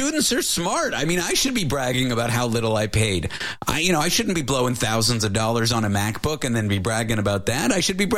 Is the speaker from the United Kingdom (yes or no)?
no; Toronto, Ontario, Canada; I grew up in Toronto.